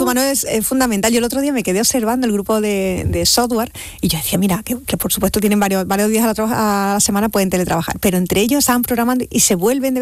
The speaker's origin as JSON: {"language": "Spanish", "region": "Andalusia", "country": "Spain", "said": "nosotros somos andaluces."}